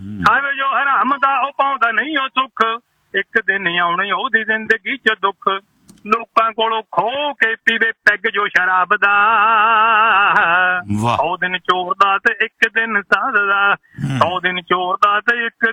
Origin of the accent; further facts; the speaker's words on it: Rurki, Punjab, India; ਮੇਰਾ ਪਿੰਡ ਰੁੜਕੀ ਆ ਤੇ ਨਾਲ ਵੱਡਾ ਰੁੜਕਾ ਜਿੱਥੇ ਰੁੜਕਾ ਕਲਾਂ